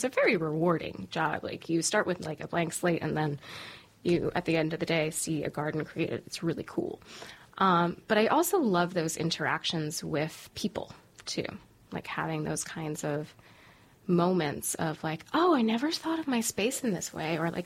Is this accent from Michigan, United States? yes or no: no; New York, United States; I grew up in the Catskills.